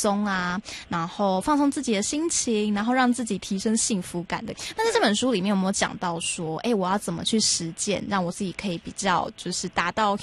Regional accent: Taiwan; 这个跟我们台湾这边就说，要不要去桑一下是一样的意思吗？

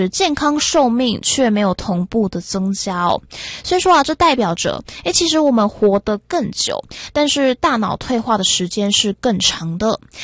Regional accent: Taiwan; 我们台湾人

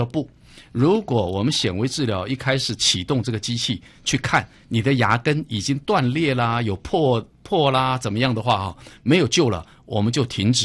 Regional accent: Taiwan; accent: waisheng (mainlander) accent in Taiwanese Hokkien; 我们都在台湾呢、啊，我们都是台湾人呢、啊

